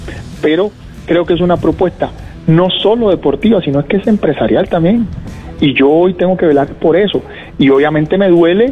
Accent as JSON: {"language": "Spanish", "country": "Cuba", "moved": "yes", "said": "viniendo yo como primer cubano"}